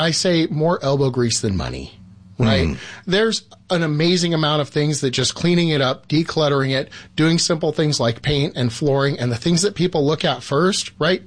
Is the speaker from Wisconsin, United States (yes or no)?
no; California, United States; I grew up out in the Inland Empire and out here towards L.A.